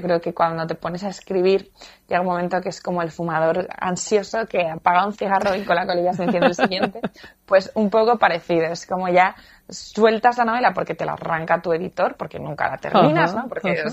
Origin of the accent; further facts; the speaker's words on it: Zaragoza, Aragon, Spain; also born or lived in San Sebastián; yo soy de Zaragoza